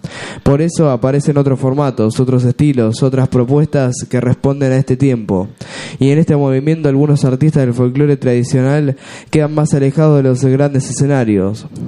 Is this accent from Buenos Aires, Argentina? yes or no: yes; Buenos Aires, Argentina; Soy porteño, con raíces correntinas, y eso lo llevo muy bien, porque forma parte de mi historia y de mi identidad.